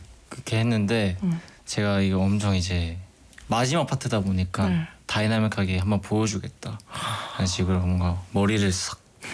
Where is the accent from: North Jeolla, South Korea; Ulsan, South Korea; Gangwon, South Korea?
Ulsan, South Korea; 진짜 제 고향에서 이렇게 무대를 할 거라고 상상도 못했는데